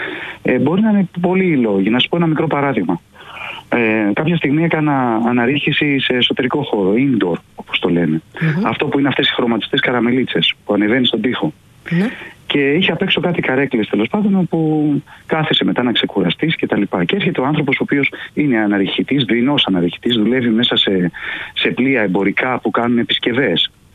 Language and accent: Greek; Athens, Attica, Greece; Όχι, είμαι Αθηναίος. Είμαι Αθηναίος που πάω στις Κουτσουπιές